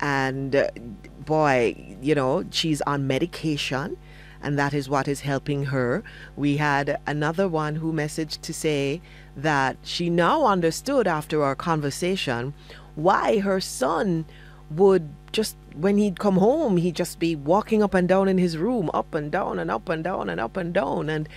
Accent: Jamaica

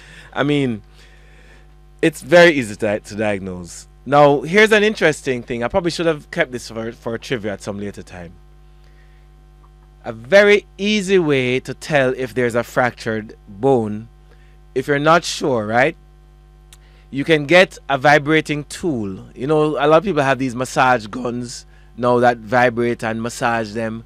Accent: Jamaica; that's what we are now in Jamaica.

